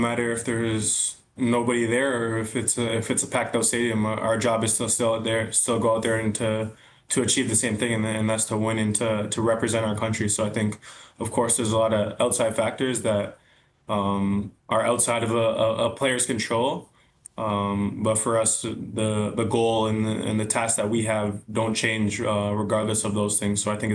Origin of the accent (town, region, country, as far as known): Canada; born or raised there